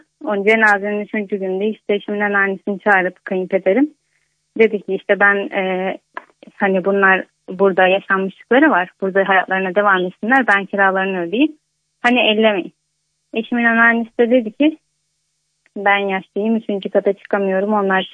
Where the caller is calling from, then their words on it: Bursa, Turkey; Bursa'dan arıyorum.